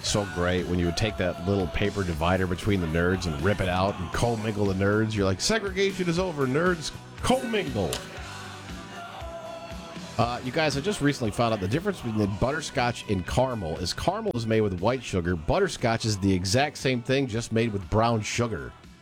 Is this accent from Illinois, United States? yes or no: no; Michigan, United States; When I was a kid growing up in Michigan